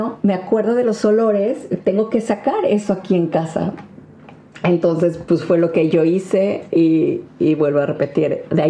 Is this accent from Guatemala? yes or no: no; Mexico; moved away as an adult; now in Germany; mexicana. Y pues bueno, todo inició cuando llegué aquí a Alemania